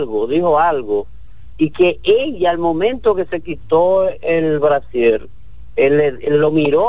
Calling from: Santiago de los Caballeros, Santiago, Dominican Republic; de Santiago.

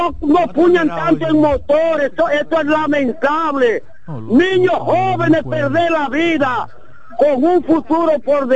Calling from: Duvergé, Independencia, Dominican Republic; Hay juventud en mi pueblo de Duvergé.

